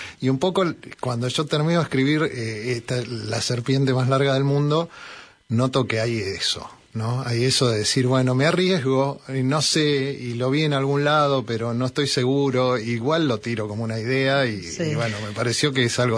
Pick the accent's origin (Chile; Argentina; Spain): Argentina; Buenos Aires; born or raised there; also born or lived in Mendoza